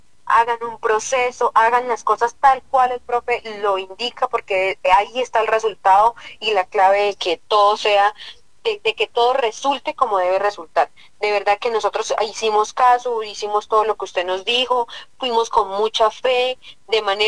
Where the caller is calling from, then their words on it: La Belleza, Santander, Colombia; La Belleza Santander.